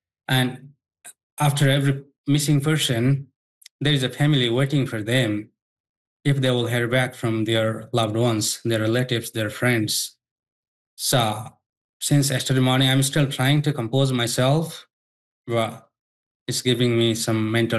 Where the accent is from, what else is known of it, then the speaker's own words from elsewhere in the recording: Nepal; this is happening in real time in Nepal, in my home country.